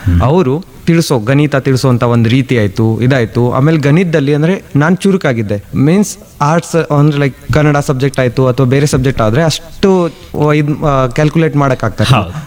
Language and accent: Kannada; Sindholi, Karnataka, India; ನಮ್ಮ ಹುಟ್ಟೂರು ಇಲ್ಲಿ ಸಿಂಧೋಳಿ ಅಂತ, ಬೆಳಗಾವಿಯಿಂದ 10 ಕಿಲೋಮೀಟರ್ ದೂರ ಇದೆ.